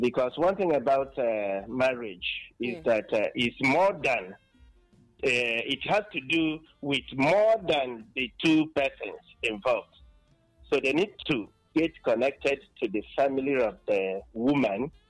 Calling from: Akwa Ibom, Nigeria; I'm calling in from Akeze Boyne State.

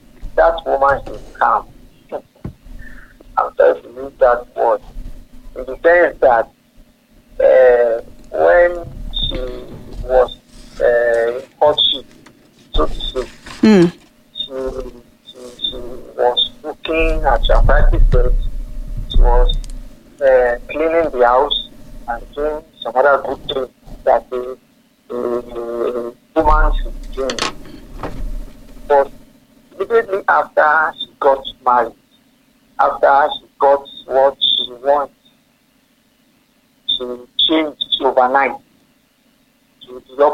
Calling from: Nigeria; from Owuru.

